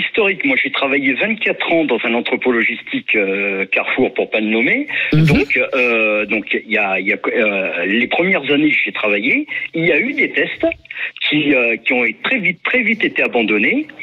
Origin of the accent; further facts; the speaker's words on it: Tourcoing, Hauts-de-France, France; moi j'ai vécu mon enfance à Tourcoing.